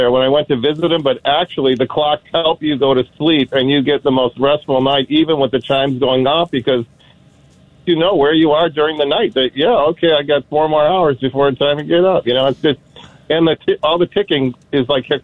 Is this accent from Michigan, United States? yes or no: yes; Detroit, Michigan, United States; now in Eastern Washington, United States; I'm from Detroit originally